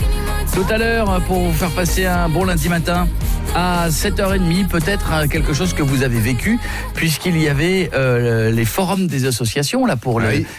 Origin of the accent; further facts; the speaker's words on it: France; On se plaint toujours chez nous en France. On dit oui, c'est la SNCF.